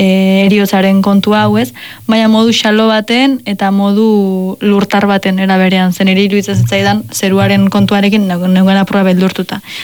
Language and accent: Basque; Spain; now in San Sebastián, Spain; bizi ginen herrian askoriatzen, ni jaio nintzen herrian, ardi pila badaude, pues, eta guke ikastetxeko leiotik ere ardiak eta behiak eta ikusten genituen, eta izan da oso nire paisaiaren parte. Eta Donostiara etorri nintzenean, ba, galdu egin nuen paisaia hori